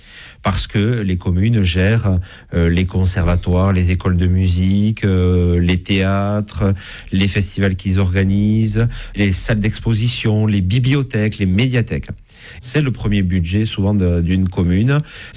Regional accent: Cugnot, France; born there; Donc, je suis né à Cugnot il y a 40 ans. Je suis engagé dans cette commune depuis mon plus jeune âge.

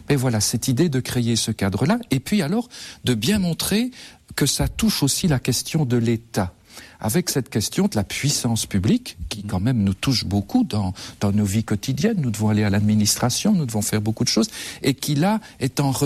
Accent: Belgium; chez nous, en Belgique

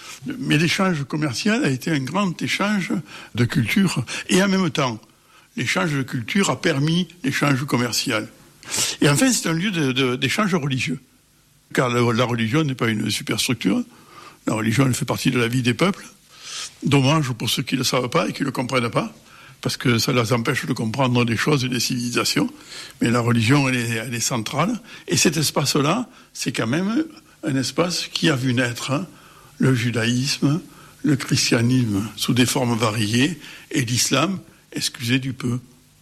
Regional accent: Cévennes, France; je suis originaire des Cévennes

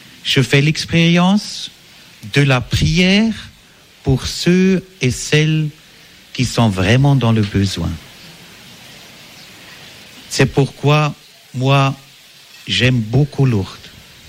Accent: Switzerland; en rentrant chez nous, en Suisse.

